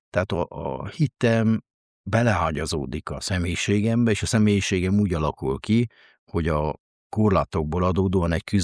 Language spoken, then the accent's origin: Hungarian; Székely Land, Romania; A rendtartó székelyfaluba születtem, ebből adódóan a magamba szívtam a környezetből a hitet